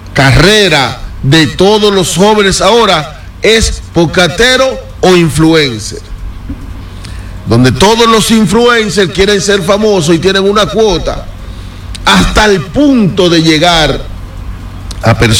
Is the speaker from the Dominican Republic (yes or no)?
yes; Dominican Republic; nuestro país